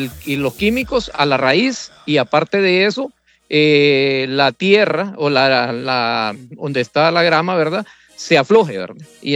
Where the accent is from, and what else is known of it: Honduras